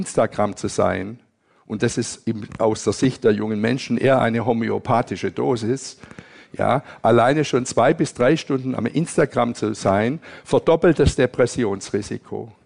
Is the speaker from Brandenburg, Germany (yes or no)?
no; Berlin, Germany; und ich komme aus Berlin, ich arbeite dort